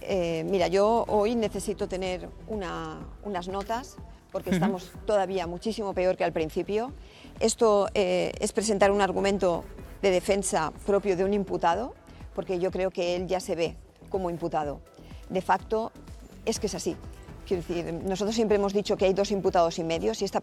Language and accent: Spanish; Valencian Community, Spain; si los valencianos no somos lo suficientemente españoles